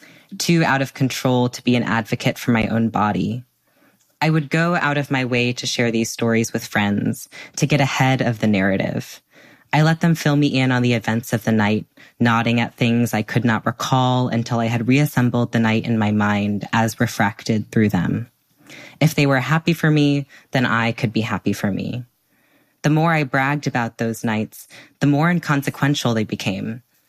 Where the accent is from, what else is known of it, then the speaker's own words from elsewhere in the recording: California, United States; How we were both half Asian, how we grew up in the Bay Area